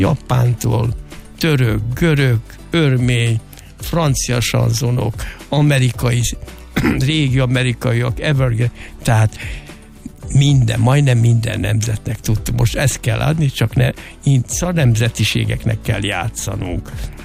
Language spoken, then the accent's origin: Hungarian; Kalocsa, Bács-Kiskun, Hungary; now in Budapest, Hungary; Én olyan millióben nőttem föl, édesanyám is nagyon vallásos volt, főleg anyám, és Kalocsa